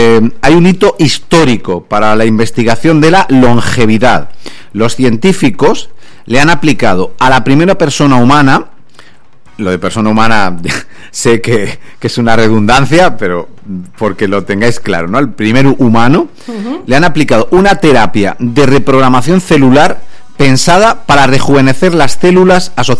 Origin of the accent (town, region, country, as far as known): Spain